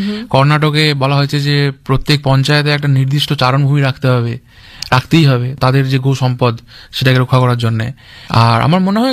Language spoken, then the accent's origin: Bangla; West Bengal, India; যার বাড়ি ধরুন পুরুলিয়ায়, আমার বাড়ি সুন্দরবন, তো আমাদেরকে তো জানতে হবে